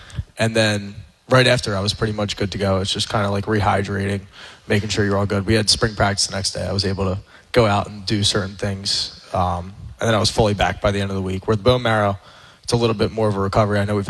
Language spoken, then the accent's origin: English; Havertown, Pennsylvania, United States; I was born in Havertown, Pennsylvania. I grew up right down the road.